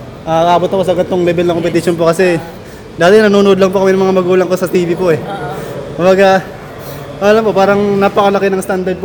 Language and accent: Tagalog; Eastern Visayas, Philippines; taga ano po, taga Leyte po.